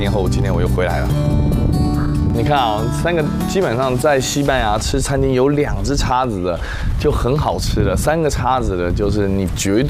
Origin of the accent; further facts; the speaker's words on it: China; 我在中国有吃过这样子的这个黑色的这个大蒜